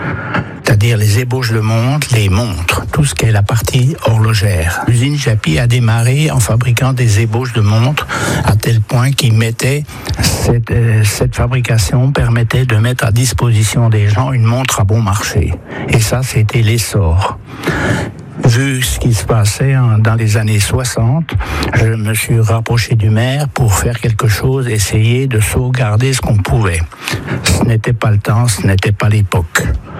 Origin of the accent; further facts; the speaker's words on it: Beaucourt, Bourgogne-Franche-Comté, France; Disons, je suis originaire de Beaucourt et j'ai vécu dans l'ambiance des usines qui fonctionnaient toutes.